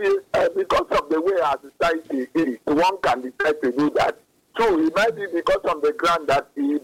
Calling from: Calabar, Cross River, Nigeria; I'm calling from Calabasa precisely.

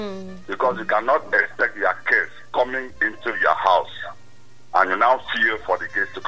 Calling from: Calabar, Cross River, Nigeria; I'm calling from Calabar.

